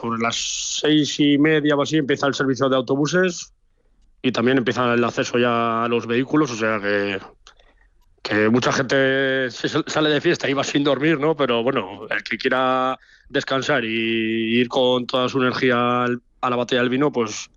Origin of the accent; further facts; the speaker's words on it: Haro, La Rioja, Spain; para todos los que somos de Aro.